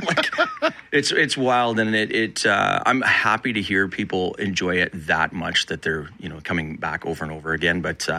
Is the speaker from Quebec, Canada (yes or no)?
no; Roland, Manitoba, Canada; moved away as an adult; also born or lived in Winnipeg, Canada / Carman, Canada; now in Pinawa, Canada; that was the biggest duration of my life I spent in Roland. Went to school in Carmen, but it started, I was just telling Greg, it started over on Stella Avenue here in the North End.